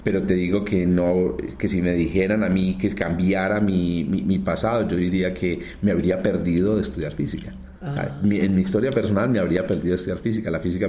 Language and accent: Spanish; Bello, Antioquia, Colombia; yo soy de Bello, ¿sabes? Soy de Bello